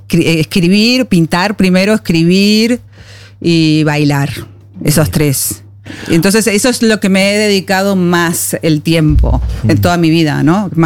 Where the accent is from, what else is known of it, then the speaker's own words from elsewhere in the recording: Montevideo, Uruguay; moved away as an adult; now in Norway; yo crecí en Uruguay, nací y crecí en Uruguay, me mudé a Noruega a los 29 años, 28, 29, o sea, la mayor parte de mi vida la viví allí.